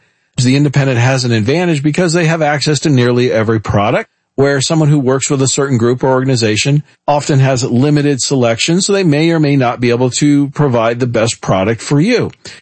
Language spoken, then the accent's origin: English; Kansas City, Missouri, United States; I born and raised in Kansas City, but I'd never gone to a Monday night football game.